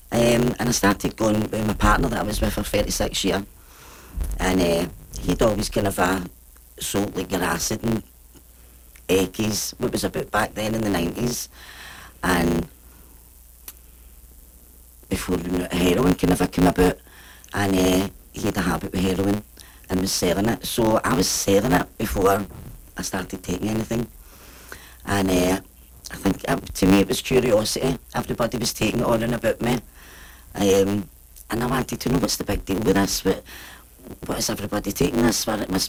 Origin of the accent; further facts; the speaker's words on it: Glasgow, Scotland, United Kingdom; I'm from Easterhus there. And I've been in addiction for 26 years.